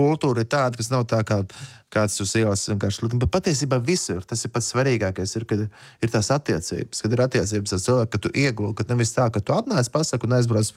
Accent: Talsi, Courland, Latvia; Talas, mēs nākam no Talasiem

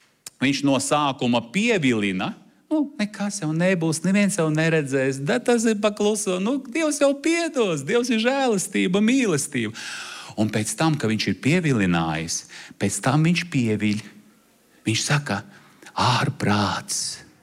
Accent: Armenia; Es esmu tur gruzīns, esmu tur armēnis. Mums armēņiem šī tāda karsta asinis.

